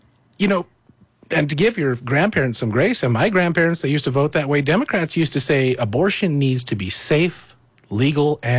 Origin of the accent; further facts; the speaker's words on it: Albuquerque, New Mexico, United States; I grew up in the South Valley. I never touched a drug when I lived in the South Valley.